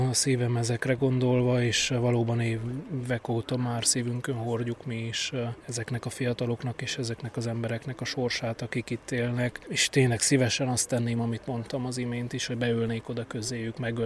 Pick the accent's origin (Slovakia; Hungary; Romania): Romania; Sălaj; főleg én szilágysági vagyok